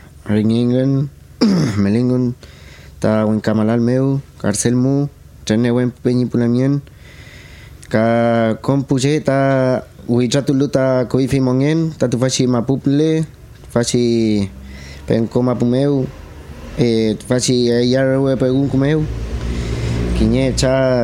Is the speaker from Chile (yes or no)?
yes; Penco, Biobío, Chile; also born or lived in Chiguayante; Yo soy de aquí de Penco, nací en Chiguayante, pero inmediatamente me vine para acá.